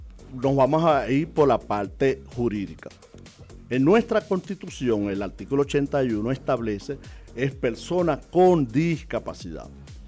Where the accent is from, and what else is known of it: Venezuela